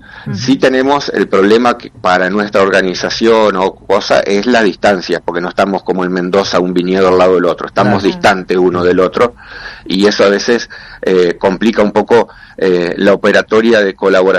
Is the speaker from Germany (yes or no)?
yes; Germany; en el caso mío particular he plantado Riesling como buen alemán porfiado, me dijeron que no se podía, pero yo lo planté igual.